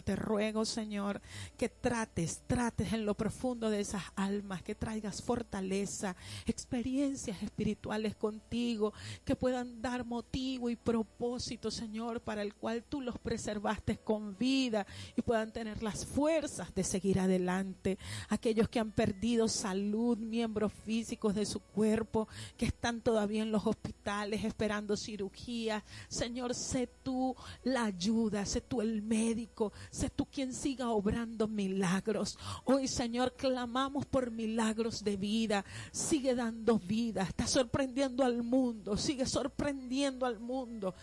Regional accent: Venezuela

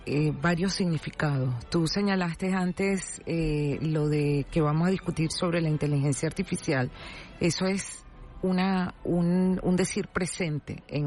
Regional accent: Caracas, Capital District, Venezuela; como venezolanos, como caraqueños

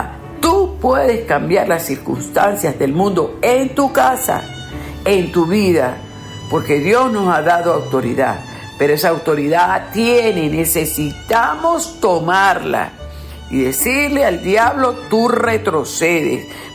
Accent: Venezuela; Nosotros como venezolanos obtuvimos muchas bendiciones y esas bendiciones vuelven.

